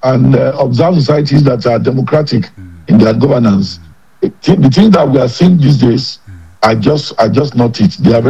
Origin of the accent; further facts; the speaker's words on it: Nigeria; As a Nigerian